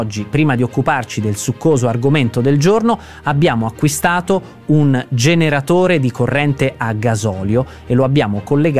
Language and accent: Italian; Naples, Campania, Italy; io sono un napoletano miope